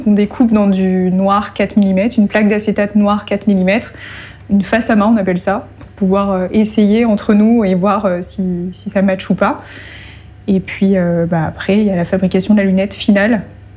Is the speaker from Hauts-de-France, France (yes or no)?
no; Grand Est, France; je voulais faire ça parce qu'à la base, j'étais proche du Luxembourg. Donc, je m'étais dit, si jamais ça ne fonctionne pas ici, bah, je retournerai peut-être en Lorraine et je pourrais bosser au Luxembourg en tant qu'opto.